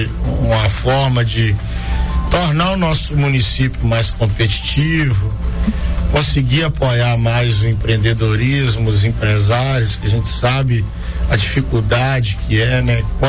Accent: Timóteo, Minas Gerais, Brazil; é o sentimento de pertencimento de ser timotense

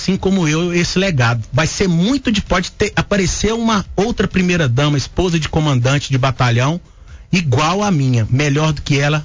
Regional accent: Caratinga, Minas Gerais, Brazil; moved away; meus familiares em Caratinga, minha terra natal, né?

